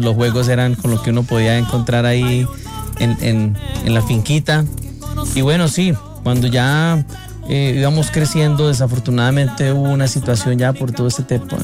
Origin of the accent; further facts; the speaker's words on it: Granada, Meta, Colombia; moved away; yo efectivamente tuve la fortuna de nacer en el campo. Bueno, realmente, para ser honesto, nací en Granada Meta.